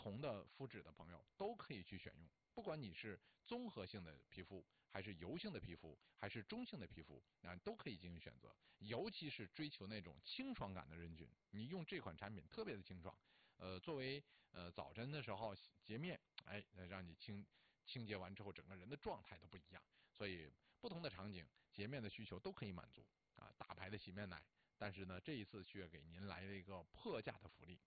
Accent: Northeast China, China; 虽然咱作为东北人来说还是不觉得说非得去避暑

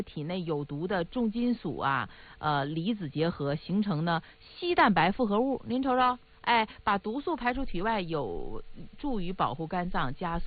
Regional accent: Northeast China, China; 为什么我们东北人听到之后就会有些发懵呢？

